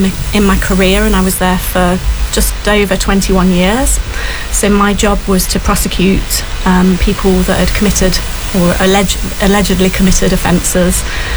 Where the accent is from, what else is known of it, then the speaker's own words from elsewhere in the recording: Ilkeston, East Midlands, United Kingdom; I grew up in a very working class family. I grew up in Ilkeston.